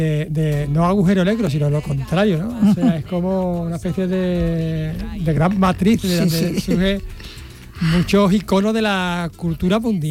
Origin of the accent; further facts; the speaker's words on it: Andalusia, Spain; lo que nos define como andaluces.